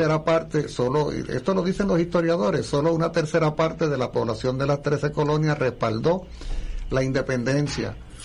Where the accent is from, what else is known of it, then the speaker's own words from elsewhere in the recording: Arecibo, Puerto Rico; Todavía yo de niño recuerdo en Arecibo.